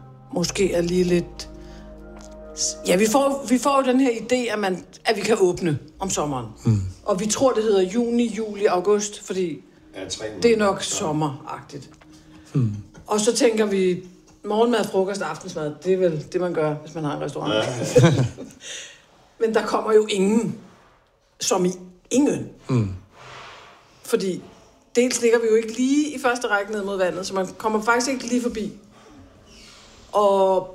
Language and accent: Danish; Copenhagen, Capital Region of Denmark, Denmark; Jeg følte lidt, jeg var med i sådan en dårlig dansk film om at komme til provinsen som københavner, ikke?